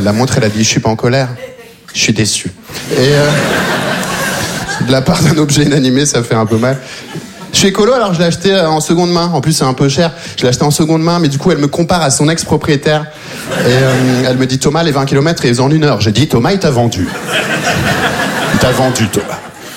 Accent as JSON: {"language": "French", "country": "Belgium", "tie": "born or raised there", "said": "Je viens de Belgique, je suis arrivé en Belgique quand j'avais 3 ans, j'ai vécu toute ma vie là-bas"}